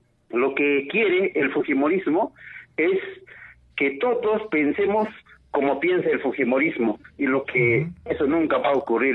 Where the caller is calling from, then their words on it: Yunguyo Province, Puno, Peru; estoy comunicándome desde la provincia de Yunguyo, desde la frontera Perú-Bolivia.